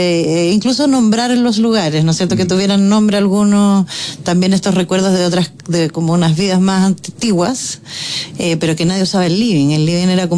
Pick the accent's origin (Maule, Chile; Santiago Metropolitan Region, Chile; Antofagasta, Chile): Santiago Metropolitan Region, Chile; Providencia; Y yo crecí en Providencia, en una calle entre como Antonio Varas, Pedro Valdivia, lo que aquí se llama la Ciudad Jardín